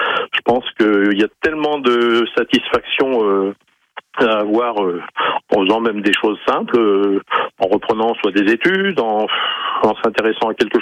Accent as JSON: {"language": "French", "town": "Grenoble", "region": "Auvergne-Rhône-Alpes", "country": "France", "moved": "as an adult", "lives_now": "Besançon, France", "said": "Alors maintenant, j'habite à Besançon, mais je suis un grenoblois, fidèle grenoblois. J'ai vécu des dizaines d'années à Grenoble."}